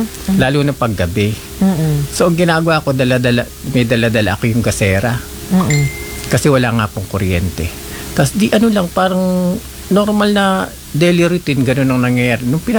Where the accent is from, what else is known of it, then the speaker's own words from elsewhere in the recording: Batangas, Calabarzon, Philippines; moved away; laki ka kasi sa probinsya, sa Batangas, wala kaming kuryente that time.